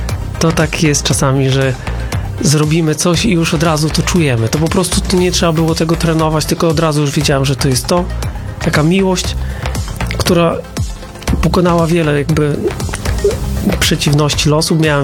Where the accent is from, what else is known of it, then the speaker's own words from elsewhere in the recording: Mońki, Podlaskie Voivodeship, Poland; born there; Ja się urodziłem w Mońkach, moja mama pochodzi z miejscowości Krynica, to gmina Czcianne.